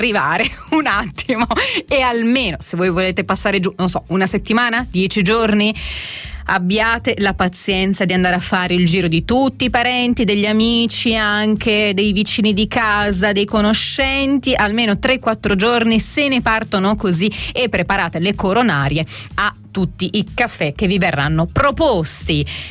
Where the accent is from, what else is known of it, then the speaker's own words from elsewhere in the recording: Calabria, Italy; moved away; ve lo dico da calabrese